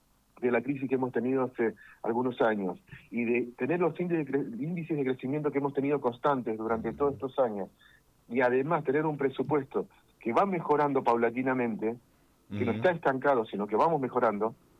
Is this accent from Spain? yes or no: no; Argentina; nosotros nos criticamos como argentinos